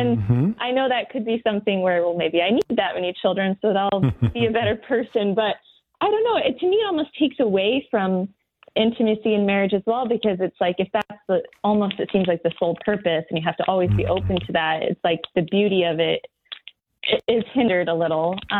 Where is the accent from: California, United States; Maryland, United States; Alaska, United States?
Alaska, United States; Anchorage; Yeah, from Anchorage. Mm-hmm. Yeah, so I'm used to it. Yeah.